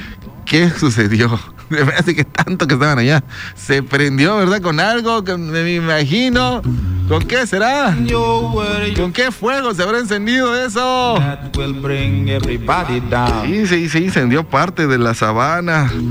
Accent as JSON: {"language": "Spanish", "country": "Mexico", "tie": "born or raised there", "said": "yo soy mexicano, aquí nací, aquí me crié"}